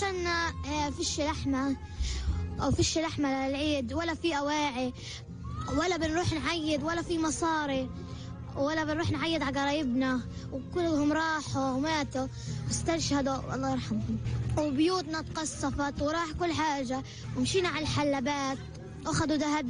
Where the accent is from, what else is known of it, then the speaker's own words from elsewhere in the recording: Gaza, Gaza Strip, Palestine; أنا من غزة النصر.